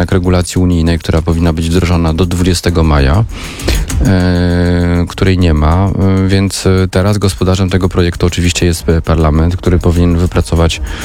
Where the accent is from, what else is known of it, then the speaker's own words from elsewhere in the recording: Warsaw, Masovian Voivodeship, Poland; jestem warszawiakiem